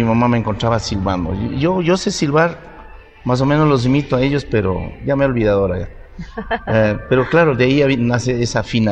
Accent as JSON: {"language": "Spanish", "region": "Imbabura", "country": "Ecuador", "tie": "born or raised there", "moved": "yes", "said": "yo de Pimán Power"}